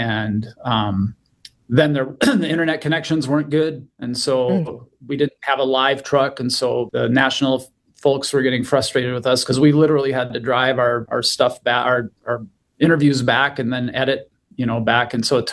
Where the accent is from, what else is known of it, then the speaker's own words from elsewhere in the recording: Bismarck, North Dakota, United States; I think growing up in Bismarck, and then, you know, the old saying, you can't go home again